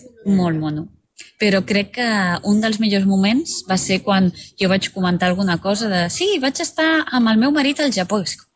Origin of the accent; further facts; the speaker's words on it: Reus, Catalonia, Spain; sóc de Reus.